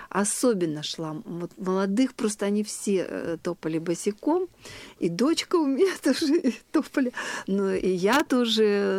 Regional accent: Yekaterinburg, Sverdlovsk Oblast, Russia; А вы, говорит, откуда? Я говорю, а мы из Екатеринбурга.

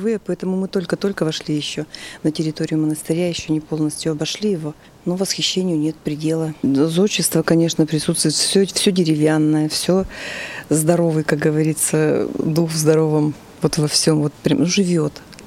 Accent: Tyumen, Tyumen Oblast, Russia; Мы приехали из Тюмени.

